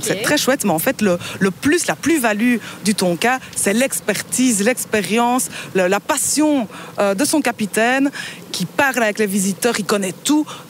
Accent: Belgium; On est belges, on aime bien tout ça.

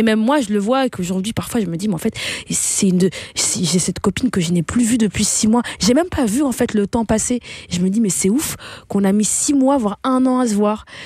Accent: Flanders, Belgium; Moi, j'ai grandi en Belgique, j'ai grandi du côté flamand. Je suis toujours allée dans une école néerlandophone.

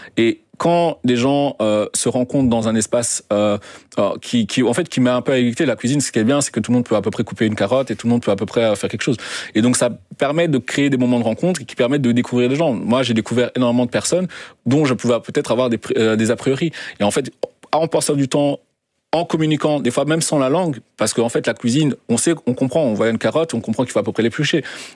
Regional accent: Belgium; moi, j'ai grandi en Belgique

